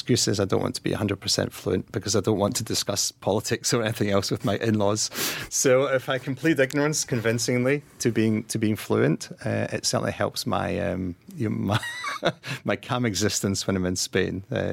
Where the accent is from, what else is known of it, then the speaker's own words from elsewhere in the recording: Glasgow, Scotland, United Kingdom; moved away as an adult; also born or lived in Lanark / London; now in Luxembourg; I was raised in Glasgow. I was born in a small town called Lanark, but moved to Glasgow and was brought up there. I stayed in Glasgow until I was 24 when I moved to London